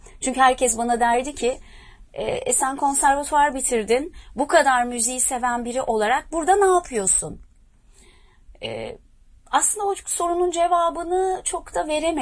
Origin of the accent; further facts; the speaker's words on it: Arnavutköy, Istanbul, Turkey; Ben Arnavutköylüyüm. Arnavutköy sokaklarında sesimi buldum aslında. Sesimi ilk duyduğum sokaklar.